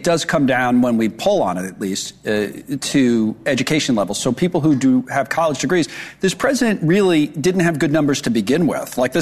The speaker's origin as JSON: {"language": "English", "region": "New York", "country": "United States", "said": "I'm a Knicks fan. So I'm from New York."}